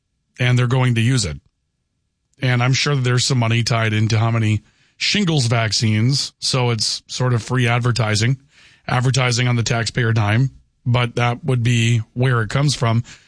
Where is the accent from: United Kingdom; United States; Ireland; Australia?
United States; Minnesota; But I tell you what, as a Minnesotan, I'd sure rather see a tax credit on a pet than $19 billion going over to Somalia.